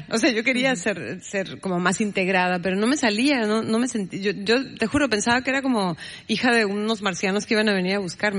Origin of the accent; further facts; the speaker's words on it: Mexico; moved away; cuando me fui a vivir lejos de México había algo que me marcaba mucho, que era ser de una frontera. O sea, sí, y además una frontera tan contrastante, ¿no? O sea, de dos países tan diferentes.